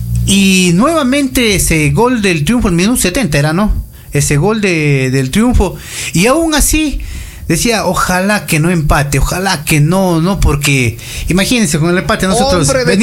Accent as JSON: {"language": "Spanish", "country": "Ecuador", "said": "prácticamente estaba apostando contra la selección, así me digan que no soy ecuatoriano"}